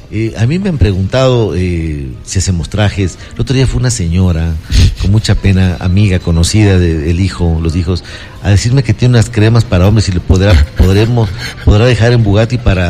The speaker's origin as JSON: {"language": "Spanish", "country": "Ecuador", "moved": "yes", "lives_now": "Miami, United States", "said": "Porque sabía que era ecuatoriano."}